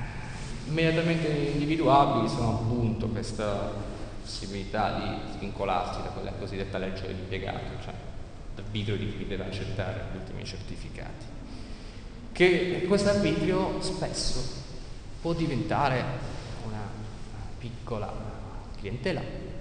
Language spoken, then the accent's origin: Italian; Sicily, Italy; sono siciliano